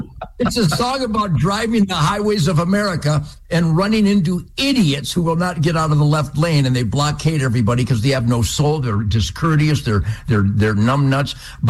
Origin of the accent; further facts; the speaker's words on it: Detroit, Michigan, United States; born there; I was born in 1948 in Detroit, and my dad was already a follower of Fred Bear